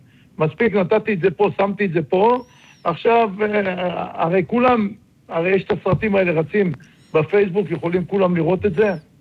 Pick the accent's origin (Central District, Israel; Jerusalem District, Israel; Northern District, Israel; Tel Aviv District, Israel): Central District, Israel; Netanya; אצלנו בנתניה